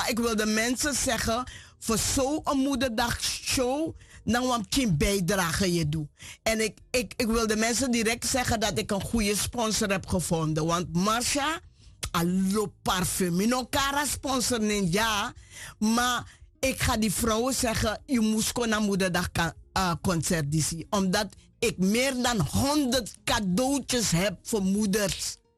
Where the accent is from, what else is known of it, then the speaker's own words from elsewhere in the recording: Suriname; ik ben een Surinaamse vrouw